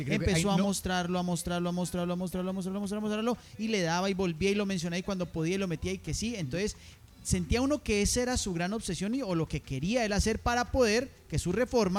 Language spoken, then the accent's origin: Spanish; Colombia; el gran problema es la dinámica en la que nos pusimos nosotros como colombianos.